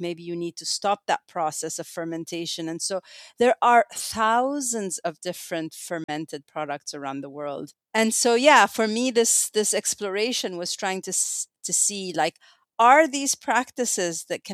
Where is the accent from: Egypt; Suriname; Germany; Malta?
Egypt; now in United States; growing up, I come from Egypt.